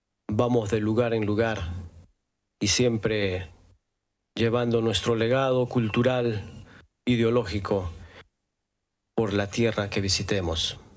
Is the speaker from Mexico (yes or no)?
no; Puno, Peru; moved away; en Puno, mi tierra, que el departamento de Puno, en el sur del Perú.